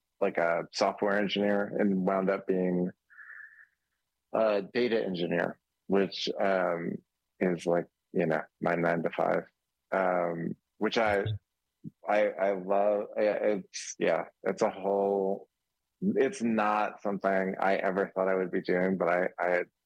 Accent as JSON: {"language": "English", "town": "Memphis", "region": "Tennessee", "country": "United States", "tie": "born or raised there", "also_born_or_lived": "New York", "said": "I moved home from New York to Memphis, thinking it was just gonna be like a short-term thing, and I think 2008."}